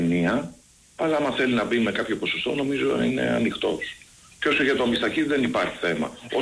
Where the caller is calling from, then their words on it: Athens, Attica, Greece; Είμαι Αθηναίος, αλλά ραδιοφωνικά ζω στη Θεσσαλονίκη.